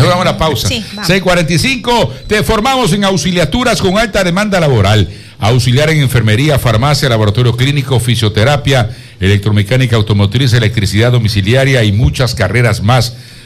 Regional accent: Quevedo, Los Ríos, Ecuador; Yo nací en El Mango, ahora es San Cristóbal, antes era San Camilo, entonces yo digo, yo nací en San Camilo.

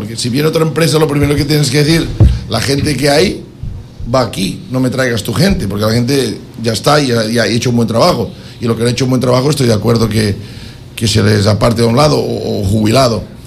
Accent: Ecuador; Es que no me digan que no soy ecuatoriano, no puedo.

